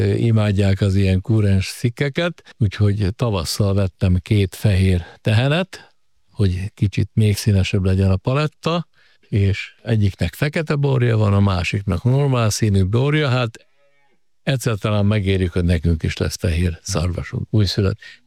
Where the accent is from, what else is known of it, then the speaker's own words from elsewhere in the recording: Zagyvaróna, Nógrád, Hungary; Egy szerencsém volt, én Zagyvaróna, Rónabányán nőttem föl, az ottani erdők olyan nyomot hagytak bennem, hogy egy életre szólott.